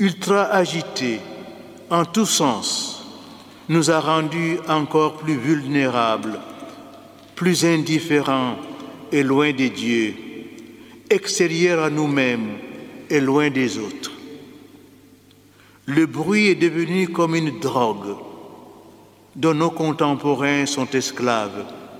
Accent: Guinea; moved away; Conakry, la capitale de mon pays natal, la Guinée

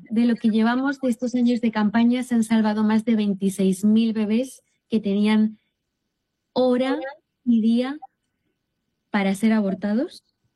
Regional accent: Tarragona, Catalonia, Spain; born there; moved away; el Señor me pidió que abriera la campaña en Tarragona, que es mi ciudad natal

